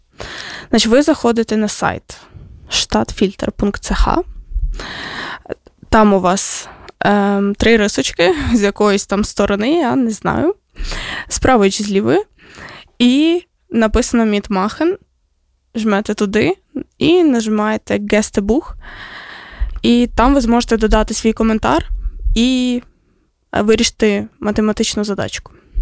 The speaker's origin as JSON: {"language": "Ukrainian", "region": "Mykolaiv Oblast", "country": "Ukraine", "said": "я з Миколаївської області, да, тому пишаюсь"}